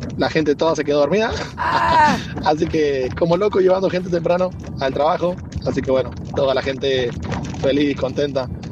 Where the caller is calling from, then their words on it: Argentina; Somos argentinos